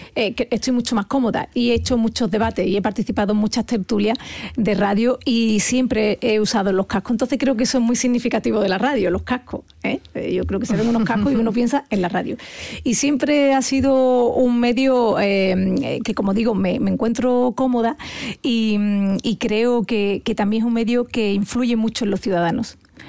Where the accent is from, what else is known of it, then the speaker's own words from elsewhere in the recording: Andalusia, Spain; yo estoy loca por mi tierra, porque los andaluces han demostrado a lo largo de la historia que tienen una capacidad de sacrificio tremenda